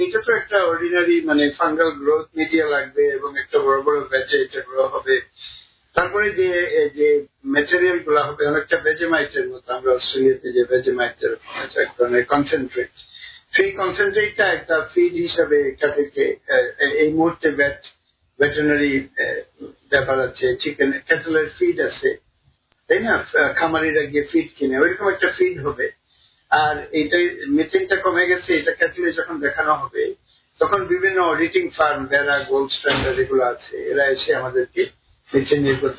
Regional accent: Bangladesh; তো আমি যেহেতু বাংলাদেশের মানুষ এবং এটা যেহেতু আমার নিজের ডিসকভারি

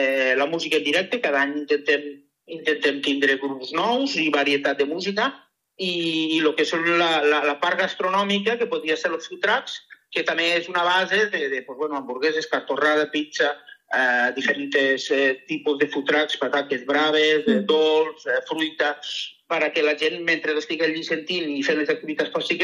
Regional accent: Rossell, Valencian Community, Spain; nosaltres som de Rossell

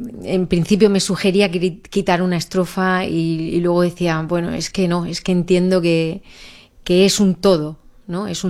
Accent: Rincón de Bonanza, Valencian Community, Spain; Soy de Orihuela en la medida en que el Rincón de Bonanza es pedanía de Orihuela, pero soy nacida en el Rincón de Bonanza.

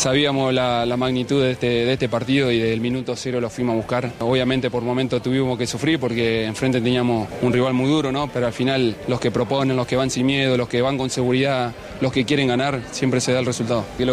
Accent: Argentina; No te voy a mentir, somos todos argentinos en este momento

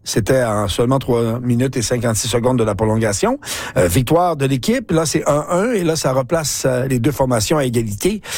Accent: Saskatchewan, Canada; on connaît la grande popularité du football chez nous en Saskatchewan.

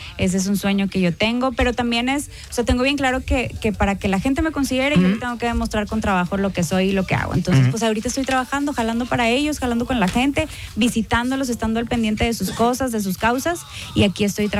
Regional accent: Monterrey, Nuevo León, Mexico; Porque así somos los regios, somos anfitriones, le damos la bienvenida al mundo.

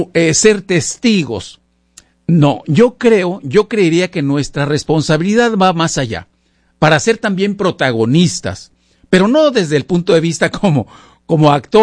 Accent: Mexico; al lugar donde hemos nacido, principalmente que es nuestro propio país de origen, obviamente. se los digo como mexicano

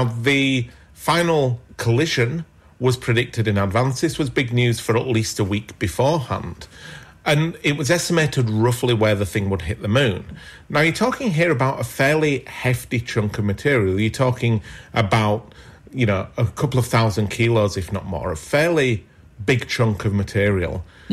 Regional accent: Yorkshire and the Humber, United Kingdom; It's just like growing up in Yorkshire again.

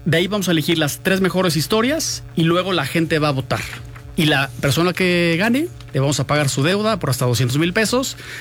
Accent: Mexico; siempre tenemos como mexicanos pues esa espinita de, híjole, no llegamos al quinto partido

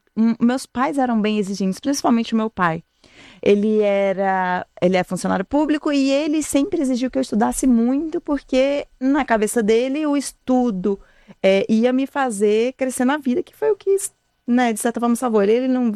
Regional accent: Fortaleza, Ceará, Brazil; born or raised there; moved away as an adult; also born or lived in Rio de Janeiro

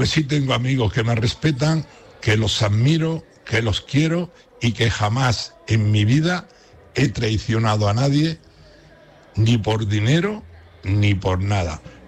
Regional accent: Huércal-Overa, Almería, Andalusia, Spain; yo soy de Huerca, o era Almería, el mayor de 12 hermanos

